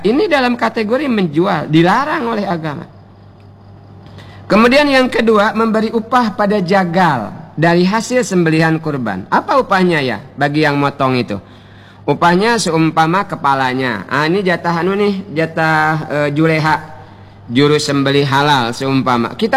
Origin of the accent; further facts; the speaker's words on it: Bangka Belitung Islands, Indonesia; kalau kata kita orang Bangka